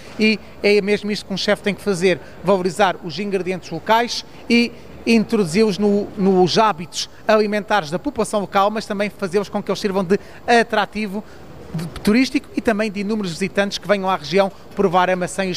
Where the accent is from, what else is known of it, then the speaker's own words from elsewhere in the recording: Portugal; eu adoro carne, mas um bom peixe, enquanto português, também nos está muito ligado à nossa identidade.